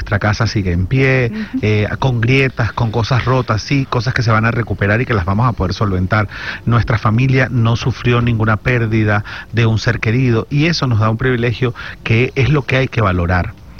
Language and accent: Spanish; Maracaibo, Zulia, Venezuela; Y así somos los venezolanos. Yo soy maracucho.